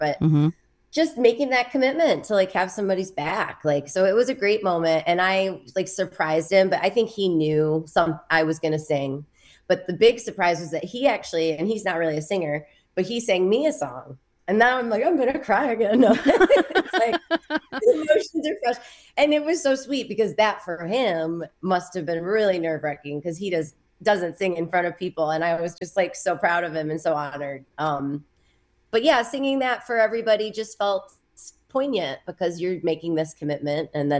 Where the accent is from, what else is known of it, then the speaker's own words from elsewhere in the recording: Midwest, United States; also born or lived in California / Iowa; now in Minnesota, United States; I lived in California then. I'm from the Midwest. But it's just like this Minnesota pull, because my husband's in Rochester. So I kind of live in Minnesota now.